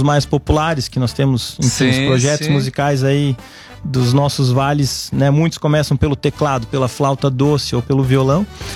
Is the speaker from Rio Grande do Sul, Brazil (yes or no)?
yes; Teutônia, Rio Grande do Sul, Brazil; also born or lived in Estrela; Sou de Teutônia, né? Nasci em Estrela, mas sempre morei em Teutônia. Meu pai, natural de Linha Schmidt, hoje Westfália, e minha mãe, então, do bairro Teutônio, mas nossa família sempre moramos em Teutônio.